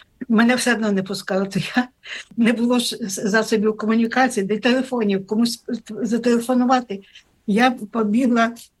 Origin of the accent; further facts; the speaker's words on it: Chornobyl, Kyiv Oblast, Ukraine; А я стою, кажу, ну, не добре, то я з Чорнобиля, ось зараз. Я що, чорна?